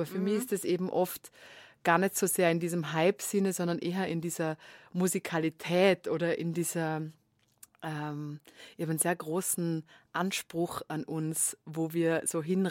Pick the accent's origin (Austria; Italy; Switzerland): Austria; Vienna; Im oberen Belvedere nämlich tatsächlich, in dem ich ganz selten war als Wienerin, weil ich das Gefühl habe, da gehen hauptsächlich TouristInnen hin.